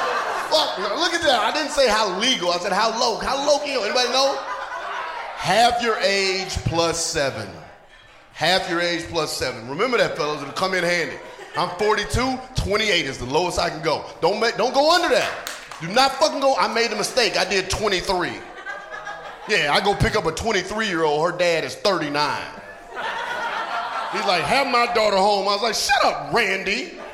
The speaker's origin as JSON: {"language": "English", "region": "North Carolina", "country": "United States", "also_born_or_lived": "Atlanta", "said": "But I'm from the South. I'm from Atlanta, went to school in North, or from North Carolina, went to school in Atlanta."}